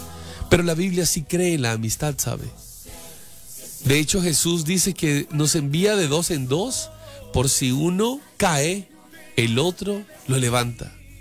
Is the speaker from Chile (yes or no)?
no; Valle del Cauca, Colombia; now in Ibagué, Colombia; Me interpretaron mal porque yo soy del Valle y en el Valle hablamos así, y en el Tolima hablan diferente, y en Fresno hablamos de una forma, pero acá en Ibagué de otra.